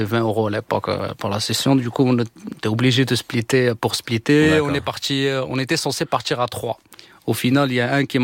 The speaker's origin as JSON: {"language": "French", "town": "Oujda", "region": "Oriental", "country": "Morocco", "tie": "born or raised there", "moved": "yes", "lives_now": "Casablanca, Morocco", "said": "C'est ma ville, c'est là où j'ai écouté les premiers morceaux, voilà, c'est une culture là-bas, tu vois. Oujda, c'est différent de Casa. C'est vrai que je vis à Casa depuis pas mal de temps, mais voilà, il y a toujours cette empreinte culturelle, quoi."}